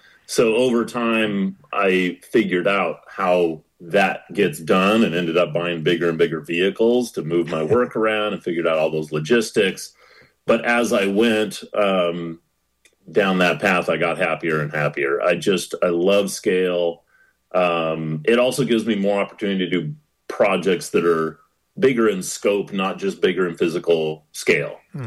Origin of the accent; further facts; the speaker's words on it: West Coast, United States; And then the color part really probably comes mostly from growing up on the West Coast.